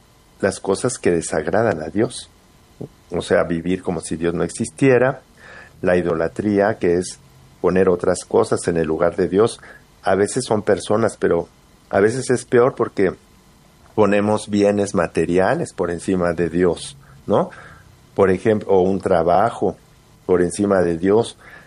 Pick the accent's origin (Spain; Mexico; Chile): Spain; incluso en mi país, en España, ¿verdad?